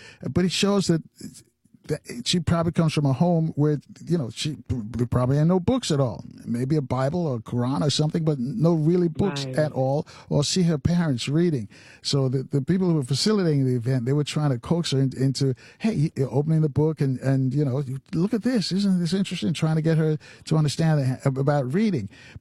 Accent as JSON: {"language": "English", "region": "New York", "country": "United States", "tie": "born or raised there", "said": "Yeah, it kind of reminds me, growing up in New York, there were several newspapers at one time"}